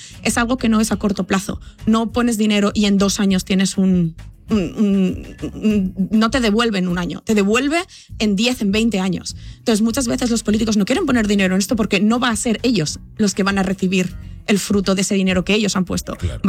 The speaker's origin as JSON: {"language": "Spanish", "town": "Castellón", "region": "Valencian Community", "country": "Spain", "said": "Yo soy originaria de España, de una ciudad pequeñita llamada Castellón."}